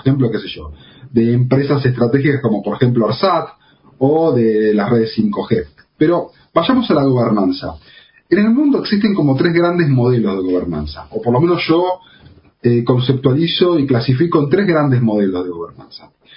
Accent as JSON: {"language": "Spanish", "country": "Argentina"}